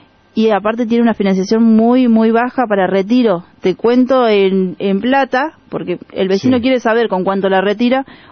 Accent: Chimpay, Río Negro, Argentina; vengo de Pirer Rayén. Yo nací y criada en Chimpay

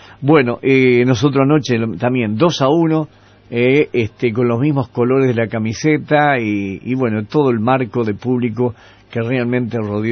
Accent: Argentina; somos así los argentinos

